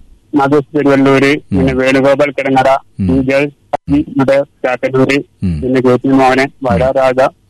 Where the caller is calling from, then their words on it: Palakkad district, Kerala, India; പാലക്കാട് ജില്ലയിലെ പട്ടാമ്പി അടുത്തായിട്ട്